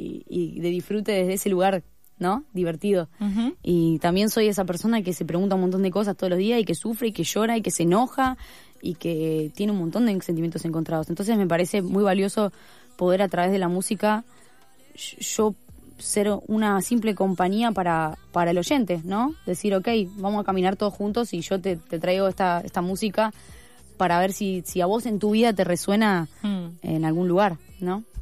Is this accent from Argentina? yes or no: yes; Argentina; soy argentina